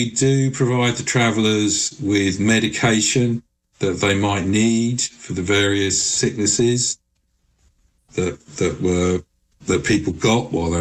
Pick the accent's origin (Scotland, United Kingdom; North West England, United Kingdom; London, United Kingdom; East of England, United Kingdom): London, United Kingdom; And, you know, as a Londoner, you know, I'm fascinated by, at that point, the biggest city in Europe